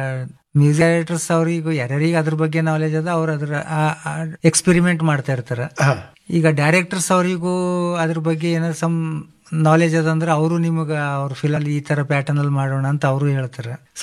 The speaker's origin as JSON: {"language": "Kannada", "region": "Karnataka", "country": "India", "said": "ಈಗ ನಾನು ಕನ್ನಡದವನೇ ಆಗಿದ್ದರಿಂದ ಕನ್ನಡ ಬಿಟ್ಟು ಎಲ್ಲಿ ಹೋಗೋಕ್ಕೂ ಆಗಲ್ಲ."}